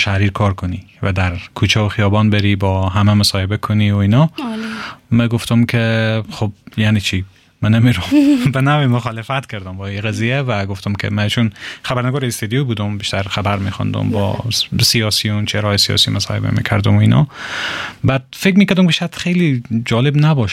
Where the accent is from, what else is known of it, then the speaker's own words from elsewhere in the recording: Herat, Afghanistan; و متولد هراتم.